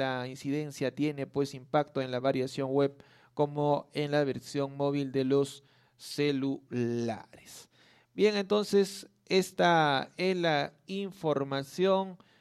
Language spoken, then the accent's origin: Spanish; Ayacucho, Peru